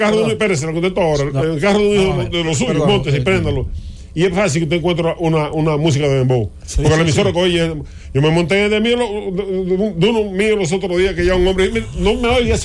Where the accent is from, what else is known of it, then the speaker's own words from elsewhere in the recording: Dajabón, Dominican Republic; Yo conocí a don Fiste Medina, por ejemplo, en Dajabón, en mi pueblo.